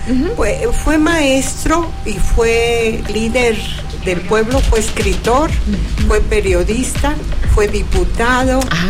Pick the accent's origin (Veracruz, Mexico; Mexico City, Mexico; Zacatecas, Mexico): Zacatecas, Mexico; Tlaltenango; born there; moved away; also born or lived in Jerez, Zacatecas; yo nací en Tlaltenango.